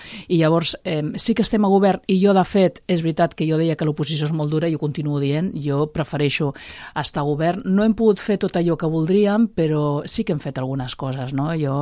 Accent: Cubelles, Catalonia, Spain; poder fer la meva trajectòria política al meu poble, que és en el que sempre he viscut, en el que he crescut, en el que estan crescut els meus fills

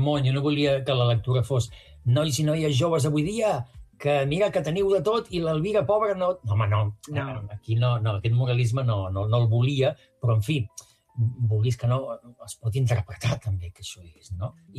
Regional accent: Barcelona, Catalonia, Spain; also born or lived in Creixell / Torredembarra; now in Empordà, Spain; Jo soc barceloní i visc a l'Empordà, imagina't, no? Jo vaig passar la infantesa entre Creixell i Torredembarra, aquella zona, però, clar, jo era un barceloní trasplantat

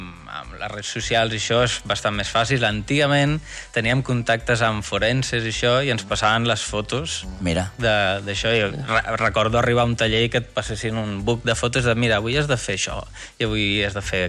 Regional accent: Blanes, Catalonia, Spain; Jo sóc de Blanes.

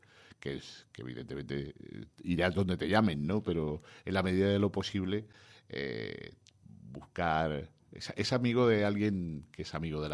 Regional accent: Bilbao, Basque Country, Spain; Me crié en Bilbao y que soy andaluz

